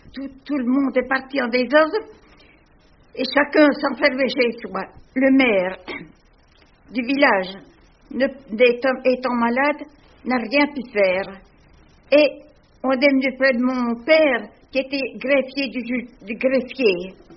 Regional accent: Dampierre-sur-Linotte, Bourgogne-Franche-Comté, France; born there; now in Nancy, France; Je suis née en 1861, en Haute-Saône, à Dampierre-sur-Linotte.

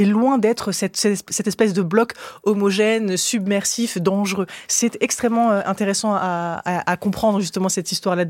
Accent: France; also born or lived in Morocco; je suis une immigrée, ce qui est vrai. Moi j'ai vraiment effectué le parcours migratoire, je suis née au Maroc en 94, je suis arrivée en France en 97, je suis devenue française par choix

